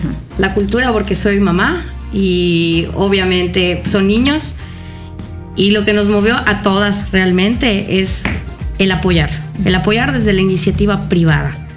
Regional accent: Yucatán, Mexico; nuestra lengua mater, o sea, como yucatecos.

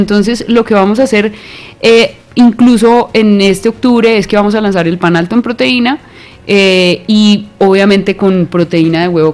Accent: Zipaquirá, Cundinamarca, Colombia; No, nunca nací, pero sí soy de Zipaquirá.

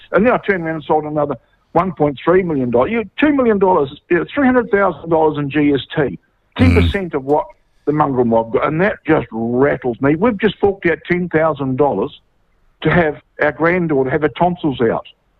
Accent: Opotiki, Bay of Plenty, New Zealand; Yeah, I'm from Opotiki. Well, halfway between Opotiki and Hopi, out on the coast there, you know.

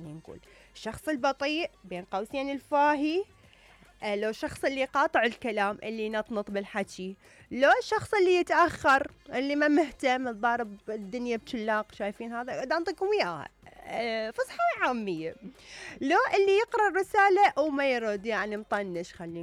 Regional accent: Syria; يعني أنا شخصيا سوري يعني ما أقدر أطيق هذا الموضوع بصراحة.

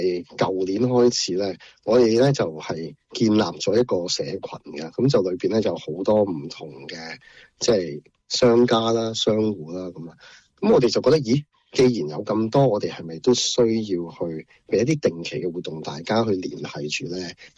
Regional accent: Hong Kong; now in Australia; 我九十年代初已经在澳洲了。是啊，我很多年了在这里。当初我也都回到香港做事，我十年的时间我回到香港做事了。现在回来也都回来差不多超过十年了。

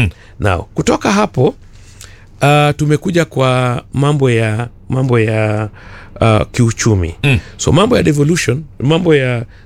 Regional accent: Siaya, Siaya County, Kenya; kule kwetu nyumbani Siaya

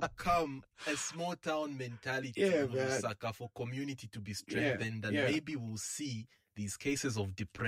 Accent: Ndola, Copperbelt, Zambia; moved away; I'm from a small town called Ndola.

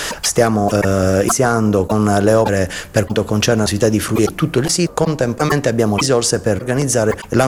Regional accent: Cagliari, Sardinia, Italy; noi abbiamo come una conoscenza da cagliaritana dei nostri luoghi

